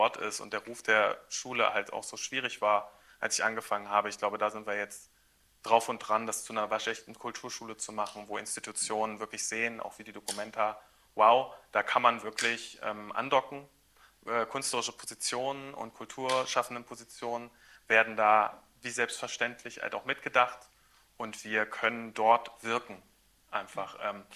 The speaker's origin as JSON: {"language": "German", "region": "Saxony-Anhalt", "country": "Germany", "said": "Aber ich komme aus Sachsen-Anhalt"}